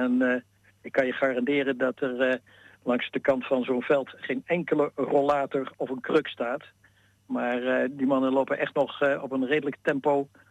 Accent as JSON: {"language": "Dutch", "town": "Bussum", "region": "North Holland", "country": "Netherlands", "tie": "born or raised there", "said": "dat is op mijn 12e begonnen. Dat bij ons thuis in Bussum gold dat als je naar de middelbare school ging, dan mocht je in september op hockey."}